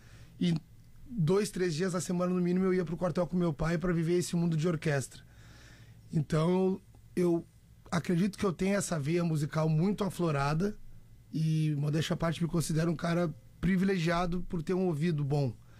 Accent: Viamão, Rio Grande do Sul, Brazil; Unidos de Vila Isabel de Viamão, de onde eu sou oriundo

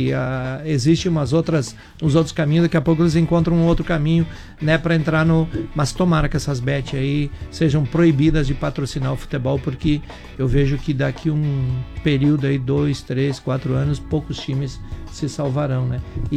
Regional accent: Brazil; a gente é brasileiro

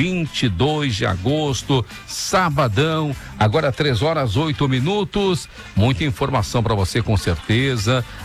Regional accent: Porto Alegre, Rio Grande do Sul, Brazil; Eu sou da Zona Sul de Porto Alegre. Aqui na bairro Cristal, Camaquã, Tristeza, essa região cavalhada que eu me criei

